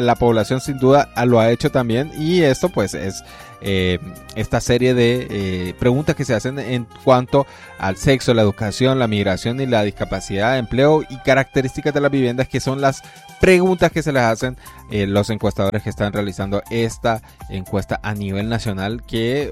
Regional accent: Honduras

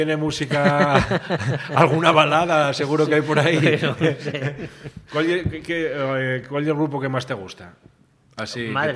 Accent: Valladolid, Castile and León, Spain; Oye, que soy de Valladolid.

